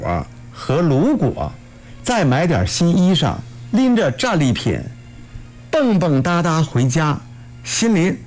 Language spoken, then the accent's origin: Chinese; Northeast China, China; 咱东北人啊，就是说这个东北话